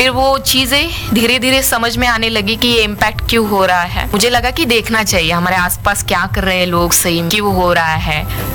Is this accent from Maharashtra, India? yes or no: yes; Maharashtra, India